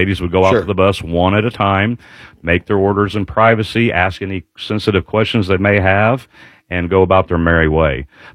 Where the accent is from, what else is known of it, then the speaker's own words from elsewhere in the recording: Indiana, United States; I'm from Knox County, where politics can be a blood sport.